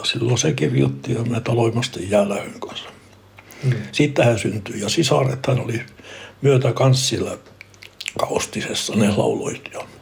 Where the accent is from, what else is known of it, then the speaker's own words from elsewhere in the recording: Norrbotten County, Sweden; also born or lived in Kiruna; olen Jonossona syntynyt, vähän matkaa Jonossa, sen kylän nimi oli Saajo. Siellä mä olen syntynyt. Eli minä Saajossa, mä olen faktisesti syntynyt Jonossona